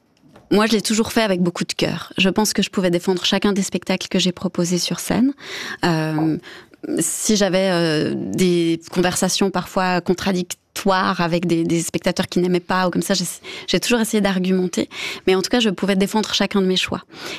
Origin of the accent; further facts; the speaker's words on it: Bern, Switzerland; mon parcours fait que je viens du canton de Berne, que je viens d'un autre pays, d'un autre continent.